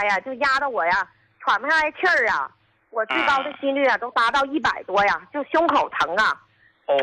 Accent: Qinhuangdao, Hebei, China; 我是秦皇岛的，

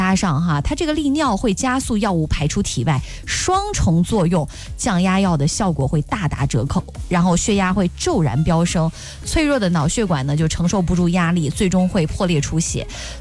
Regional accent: Henan, China; 我们河南人哈

